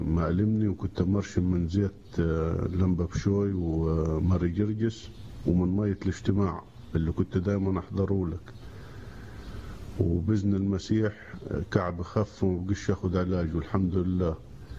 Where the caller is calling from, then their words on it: Asyut, Asyut Governorate, Egypt; من اسيوط. أنا كنت مسافر للكويت من 29 سنة